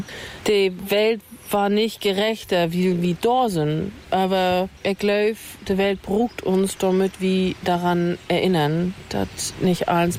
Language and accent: German; Waren, Mecklenburg-Vorpommern, Germany; Ich bin ja in Wohren aufgewachsen. Müritz ist doch nicht weit